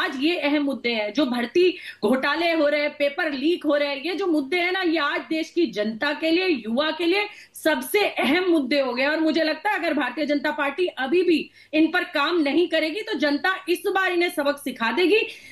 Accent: Uttar Pradesh, India; हम यूपी से आते हैं

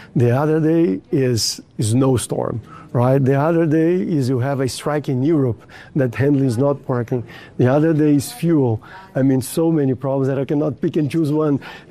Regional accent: Brazil; English is a second language; now in Abu Dhabi, United Arab Emirates; I traveled to my home country in Brazil for a board meeting that I had.

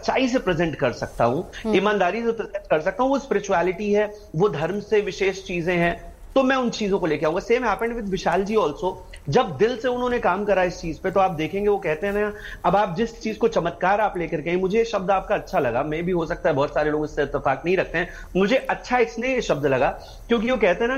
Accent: Lucknow, Uttar Pradesh, India; मैं लखनऊ से हूं

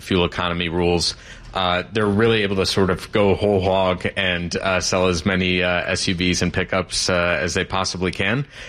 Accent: Michigan, United States; I grew up in Michigan, been around these companies a long time.

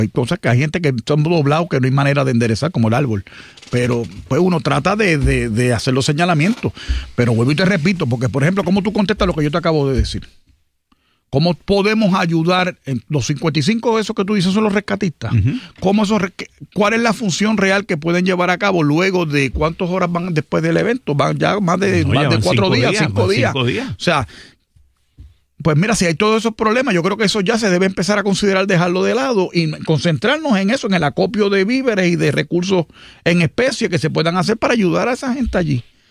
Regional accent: Puerto Rico; Porque el puertorriqueño aquí soy yo y el pueblo de Puerto Rico soy yo.

